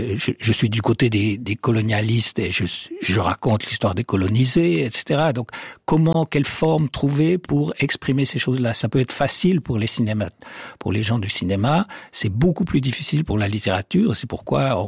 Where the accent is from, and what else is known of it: Switzerland